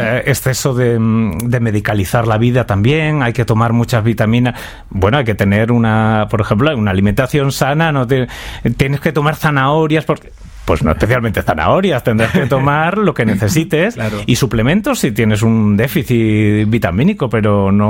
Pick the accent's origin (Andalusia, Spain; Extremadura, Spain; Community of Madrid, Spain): Extremadura, Spain; Mérida; Yo, como soy de Mérita Augusta